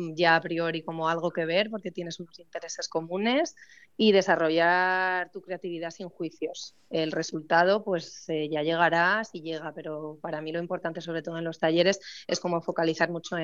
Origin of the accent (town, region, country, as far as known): Ribadesella, Asturias, Spain